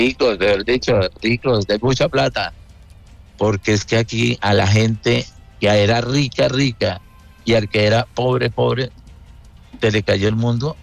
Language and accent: Spanish; Santander, Colombia; estoy en la tierra que amo. Yo soy santandereano.